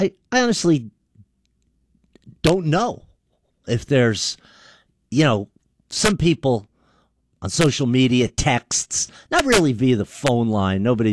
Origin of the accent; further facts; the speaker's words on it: New Jersey, United States; moved away as an adult; I'll go back to where I'm from Jersey